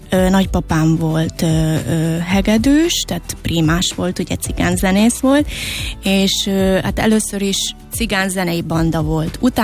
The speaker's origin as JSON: {"language": "Hungarian", "area": "Komárno", "region": "Nitra Region", "country": "Slovakia", "tie": "born or raised there", "said": "Felvidéken születtem, Komáromban, Révkomáromban, és egy kis faluban nevelkedtem tulajdonképpen a szüleimmel, és négy testvéremmel, és ötödik gyerekként születtem."}